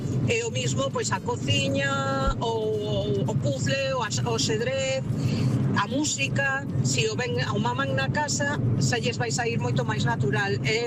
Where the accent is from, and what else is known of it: Santiago de Compostela, Galicia, Spain